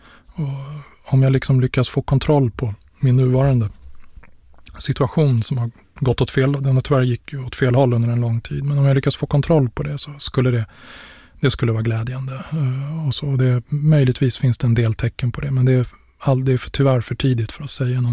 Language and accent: Swedish; Stockholm, Stockholm County, Sweden; born or raised there